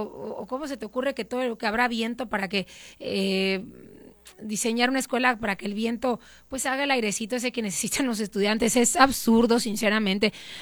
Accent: Sonora, Mexico; somos un pueblo de Sonora, nos caracterizamos por la resistencia

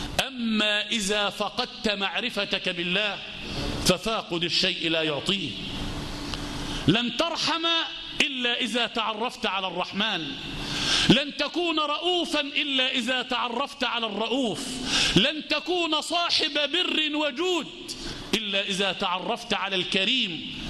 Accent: Egypt; بلدنا مصر

